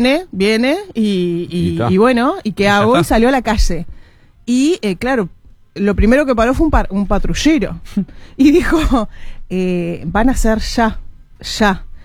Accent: Paysandú, Uruguay; also born or lived in Montevideo; la gente que me conoce sabe que soy de acá, o sea, mis viejos vivían acá, me crié prácticamente acá, hice la escuela en Paysandú, pero después me volví. Pero este aquí que yo nací puntualmente en Montevideo

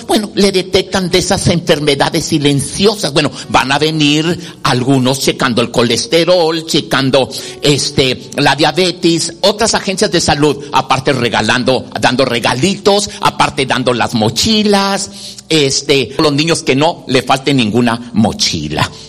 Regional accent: Mexico; en muchas iglesias los que venimos de México son los que por lo regular casi practicamos

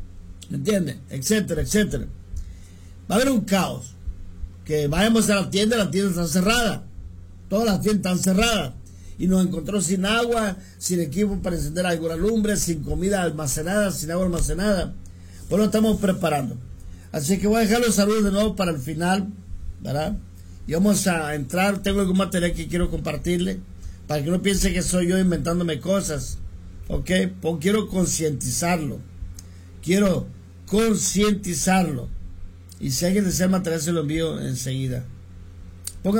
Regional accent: Culiacán, Sinaloa, Mexico; moved away; mi ciudad natal en Culiacán, Sinaloa

